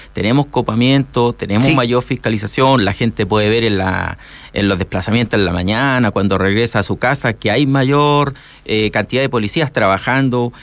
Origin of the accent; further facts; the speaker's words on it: Talcahuano, Biobío, Chile; also born or lived in Santiago, Chile; now in Antofagasta, Chile; pensaba regresar al sur. Yo soy de Concepción, Talcahuano